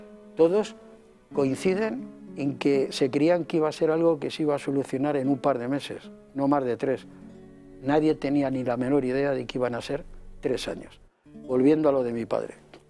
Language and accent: Spanish; Madrid, Community of Madrid, Spain; born there